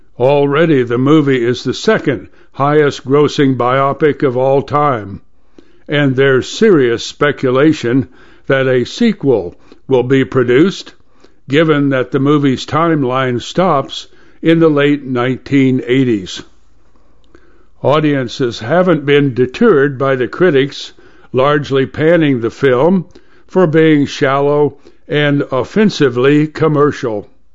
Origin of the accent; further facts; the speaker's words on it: Detroit, Michigan, United States; the Pontiac Silver Dome, which is just outside of my hometown of Detroit